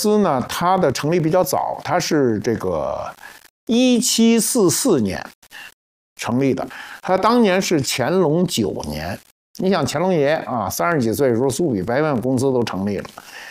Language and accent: Chinese; China